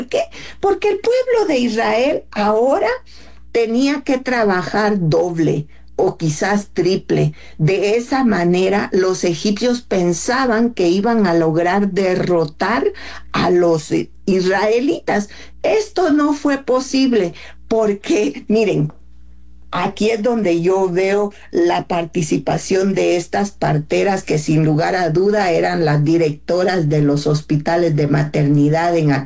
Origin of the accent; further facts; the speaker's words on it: Mexico; nosotros como mexicanos